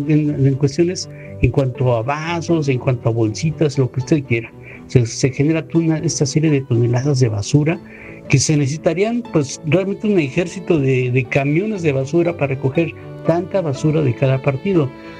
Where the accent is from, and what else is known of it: Mexico